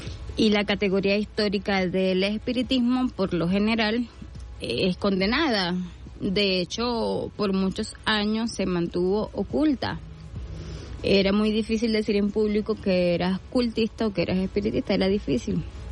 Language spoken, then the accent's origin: Spanish; Venezuela; Resume lo que somos como venezolanos.